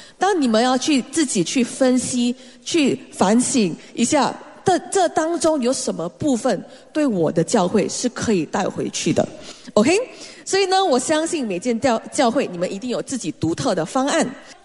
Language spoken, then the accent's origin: Chinese; Singapore; 有时候我知道身为华人，身为亚洲人，我们很想得到答案。我们如果在我记得我在上学的时候，在新加坡我们有一个叫 10-year series，